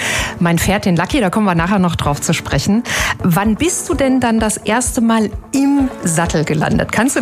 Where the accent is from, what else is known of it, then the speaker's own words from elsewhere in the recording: eastern Germany, Germany; also ich komme ja aus dem Osten